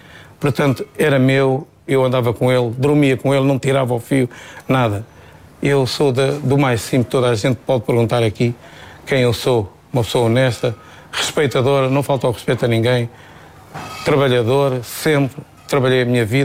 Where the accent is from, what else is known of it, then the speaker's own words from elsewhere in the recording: Valença, Norte, Portugal; na minha terra toda a gente me conhece, em Valença de Minho